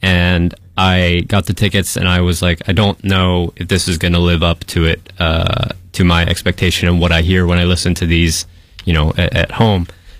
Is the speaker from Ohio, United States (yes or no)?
yes; East Liverpool, Ohio, United States; I'm from East Liverpool, Ohio, which is right where Ohio, Pennsylvania, West Virginia meet.